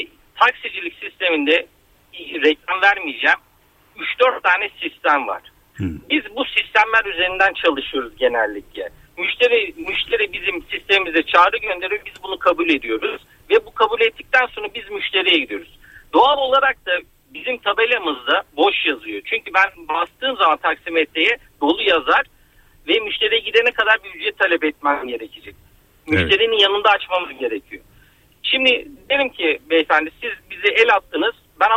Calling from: Istanbul, Turkey; İstanbul'dan arıyorum sizi.

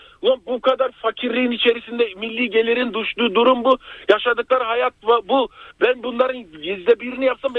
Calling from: Ankara, Turkey; Ankara'dan arıyorum hocam.

